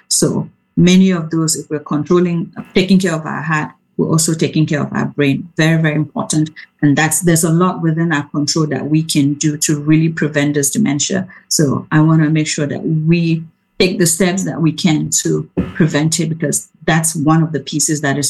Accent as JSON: {"language": "English", "country": "Cameroon", "moved": "yes", "said": "I come from Cameroon and soccer is a big thing"}